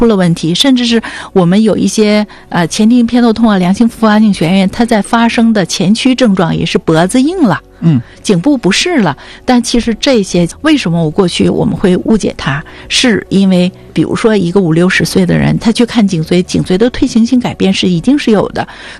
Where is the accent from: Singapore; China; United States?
China; Northeast China; 我们东北人